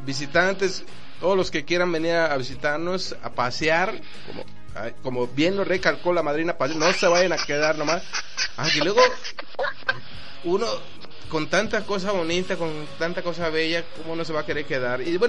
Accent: Yucatán, Mexico

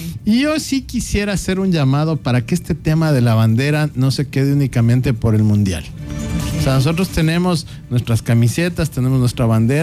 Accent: Ecuador; somos ecuatorianos, que sí podemos. Y somos ecuatorianos, sí señor.

